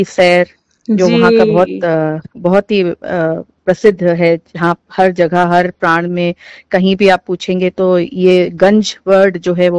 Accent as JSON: {"language": "Hindi", "town": "Lucknow", "region": "Uttar Pradesh", "country": "India", "lives_now": "Mumbai, India", "said": "definitely Khan पान में अंतर तो है, मतलब मैं चूंकि लखनऊ से हूँ, मैं लखनऊ से, खाना बनाने का मुझे शौक भी है"}